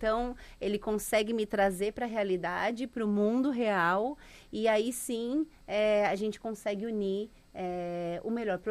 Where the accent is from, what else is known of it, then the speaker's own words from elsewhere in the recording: Joinville, Santa Catarina, Brazil; E são 33 anos que eu estou aqui nessa cidade. E então faz parte da minha vida. Eu cresci em Joinville, eu cresci com Joinville.